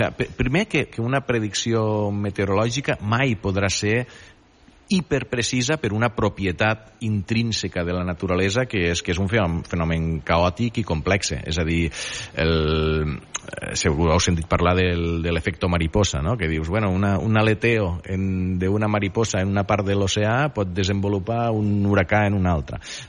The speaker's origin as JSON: {"language": "Catalan", "region": "Catalonia", "country": "Spain"}